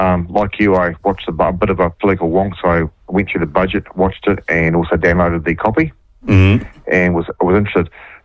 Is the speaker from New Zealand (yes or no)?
yes; Waikato, New Zealand; I'm from the Waikato originally, but it's actually quite good.